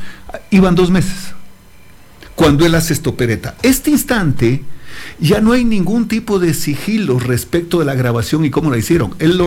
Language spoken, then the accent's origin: Spanish; Loja, Ecuador; moved away; buenas tardes a esta gran audiencia que en 99.9 me escuchan en mi tierra.